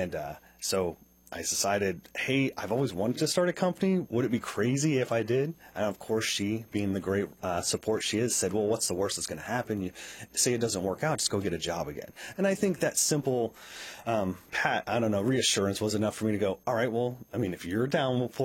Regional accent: Strasburg, Missouri, United States; I say we're from Kansas City, but we're from a small 100 person town of Strasburg, Missouri, right?

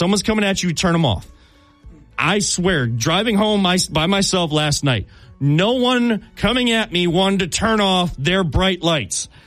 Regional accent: Cleveland, Ohio, United States; I'm from Cleveland on Twitter, on X.

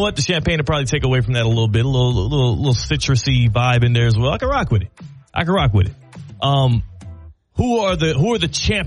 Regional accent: United States; being an American

